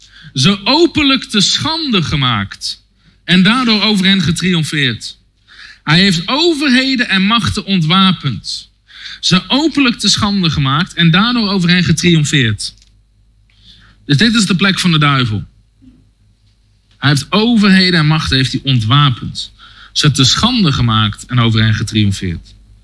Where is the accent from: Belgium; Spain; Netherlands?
Netherlands; wij als Nederlanders